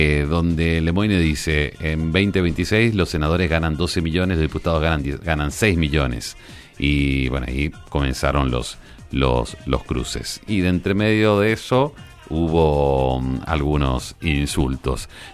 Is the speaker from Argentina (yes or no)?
yes; Argentina; Es la muestra de lo que somos los argentinos.